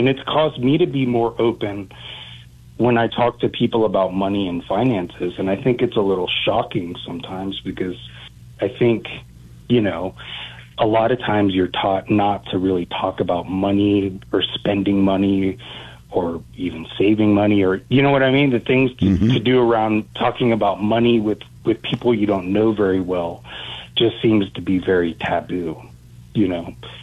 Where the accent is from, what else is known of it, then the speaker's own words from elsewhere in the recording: Houston, Texas, United States; originally I grew up in Houston. I spent the first 18 years of my life in Houston